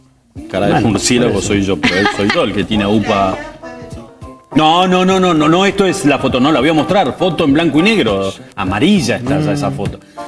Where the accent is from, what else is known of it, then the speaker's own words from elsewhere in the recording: Puerto San Julián, Santa Cruz, Argentina; born there; Mira vos, mi pueblo. Yo nací en San Julián.